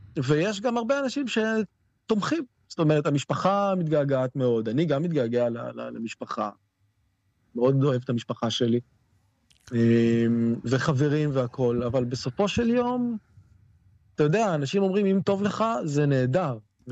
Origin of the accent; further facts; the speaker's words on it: Kiryat Shmona, Northern District, Israel; moved away as an adult; now in Faro, Portugal; אני הייתי תושב קריית שמונה.